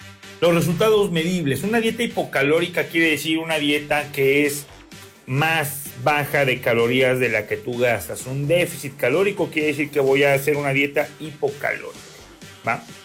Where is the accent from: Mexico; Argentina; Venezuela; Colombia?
Mexico; Hablo nomás de México. Aquí soy yo. Aunque parezca suizo, aunque parezca europeo, no, soy mexicano.